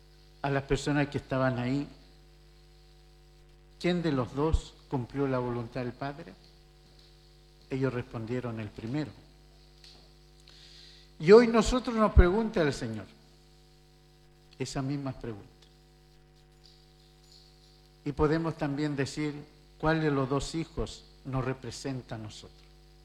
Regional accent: Araucanía, Chile; nuestra región, nuestra Araucanía

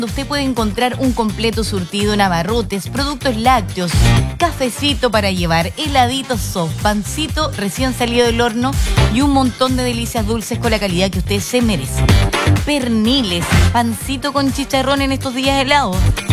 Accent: Chile; Dejando mal a Chile por allá y con insultos racistas, pues sí, somos chilenos, pues, o sea, no sé.

